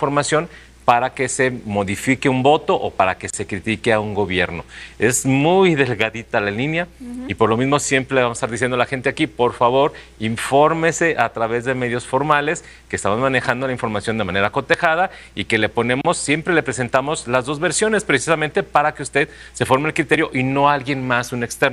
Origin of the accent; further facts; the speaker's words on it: Mexico; exigir como mexicanos lo que necesitamos